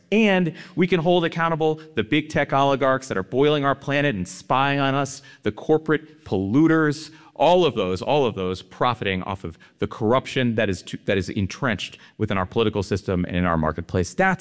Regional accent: Denver, Colorado, United States; I grew up here in Denver, the grandson of working class immigrants.

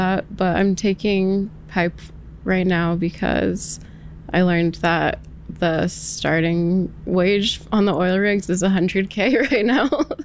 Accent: West Coast, United States; moved away; I'm not from here, so I had never experienced sexism before. I'm from the West Coast.

